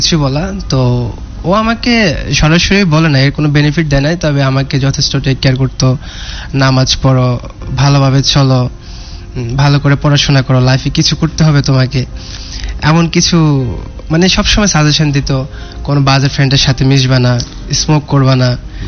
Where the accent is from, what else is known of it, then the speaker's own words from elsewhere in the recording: Chauddagram, Chittagong Division, Bangladesh; also born or lived in Qatar; আমার জন্ম হচ্ছে কুমিল্লা চৌদ্দগ্রামে। আমি বড় হয়েছি গ্রামে, আমার এসএসসি এসএসসি কমপ্লিট করা হয়েছে গ্রামে, তারপরে অ্যাব্রোডে যাওয়া, তারপরে অ্যাব্রোড থেকে আসা।